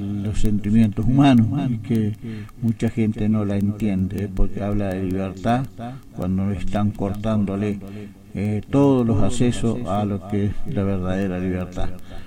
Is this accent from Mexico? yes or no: no; Argentina; tenemos que tener conciencia de que somos argentinos